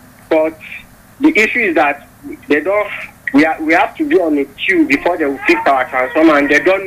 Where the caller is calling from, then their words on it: Jos, Plateau, Nigeria; I'm calling from Feringada Tomato Market, Axis.